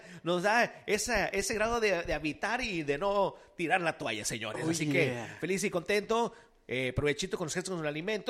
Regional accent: Mexico

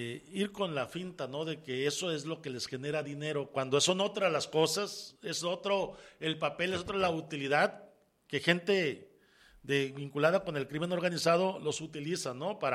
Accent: Sinaloa, Mexico; quienes somos sinaloenses y conocemos, por lo menos de lejecitos

